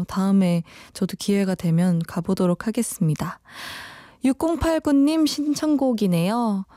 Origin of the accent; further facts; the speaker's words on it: Busan, South Korea; 저도 부산 출신이거든요.